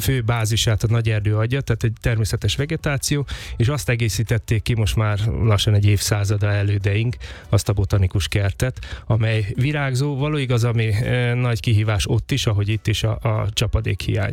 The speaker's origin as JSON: {"language": "Hungarian", "town": "Debrecen", "region": "Hajdú-Bihar", "country": "Hungary", "tie": "born or raised there", "moved": "yes", "lives_now": "Budapest, Hungary"}